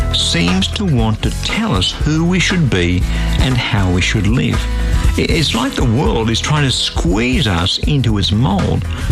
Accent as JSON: {"language": "English", "country": "Australia", "tie": "born or raised there", "said": "And yet I grew up in Australia"}